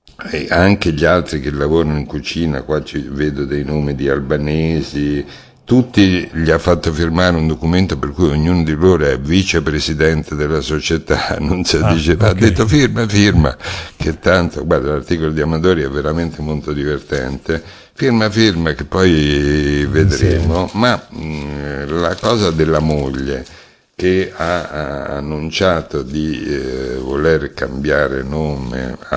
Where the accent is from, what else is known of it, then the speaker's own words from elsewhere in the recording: Brescia, Lombardy, Italy; now in Milan, Italy; da bresciano trapiantato a Milano